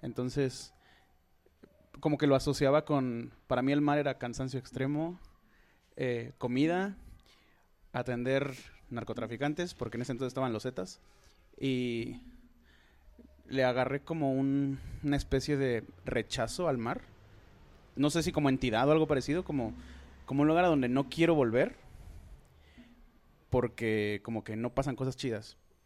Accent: Veracruz, Mexico; moved away; Yo soy de Veracruz. Viví mucho tiempo tanto alternando de aquí hasta allá. La casa de mi abuela, que es donde estaba al principio, estaba como a 4 calles de la playa.

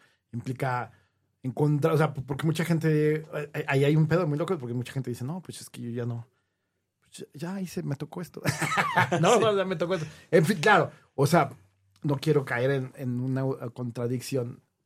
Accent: Mexico City, Mexico; Yo soy de feño.

